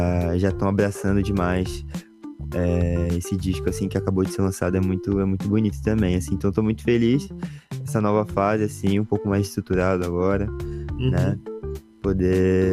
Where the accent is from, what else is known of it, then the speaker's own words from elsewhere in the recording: Florianópolis, Santa Catarina, Brazil; para quem não me conhece, eu sou aqui de Floripa, como já foi comentado.